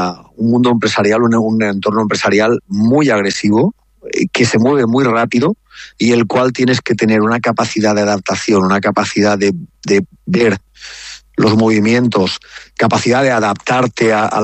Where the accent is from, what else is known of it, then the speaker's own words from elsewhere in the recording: Petrer, Valencian Community, Spain; now in Guangzhou, China; aunque yo sea de Petrel y trabaje mucho por Petrel